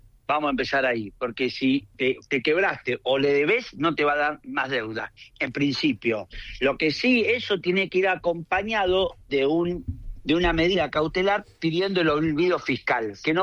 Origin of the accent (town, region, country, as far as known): Argentina